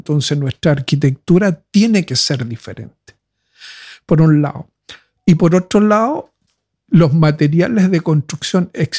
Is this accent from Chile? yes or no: yes; Chile; Primero, yo vengo de Chile, ¿ya? Y en Chile nosotros tenemos dos grandes límites.